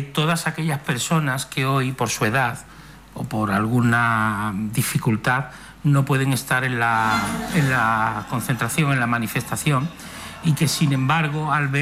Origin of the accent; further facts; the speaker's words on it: Seville, Andalusia, Spain; born there; moved away; yo soy nacido en Sevilla, aunque llevo ya aquí ya 20 años.